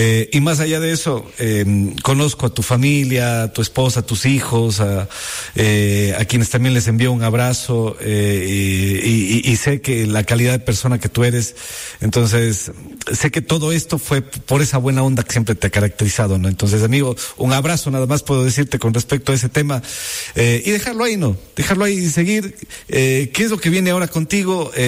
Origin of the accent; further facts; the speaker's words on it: Ecuador; Eso nos pasa a nosotros como ecuatorianos